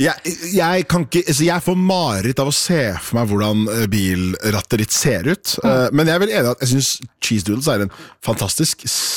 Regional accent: Oslo, Norway; for meg så er det sosiolekt. Jeg er fra Haugenstua i Oslo.

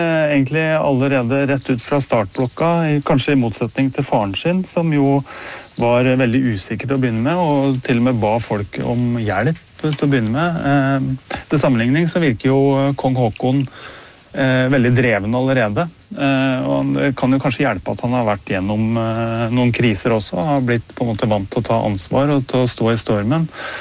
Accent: Innlandet, Norway; Lytterne vil kanskje høre at jeg kommer fra Mjøsområdet

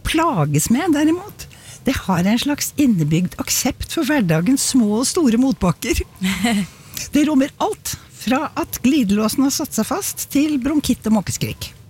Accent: Oslo, Norway; now in Trøndelag, Norway; Selv vokste jeg opp i Oslo, og jeg kan ikke huske at vi brukte ordet plages noe særlig der.

